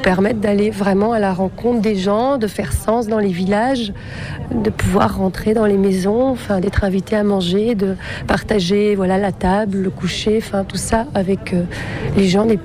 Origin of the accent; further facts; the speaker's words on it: Belgium; moi je suis belge